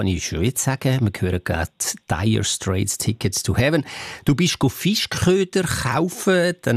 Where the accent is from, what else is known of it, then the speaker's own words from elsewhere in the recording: Zurich, Switzerland; Ich bin ja am Zürichsee aufgewachsen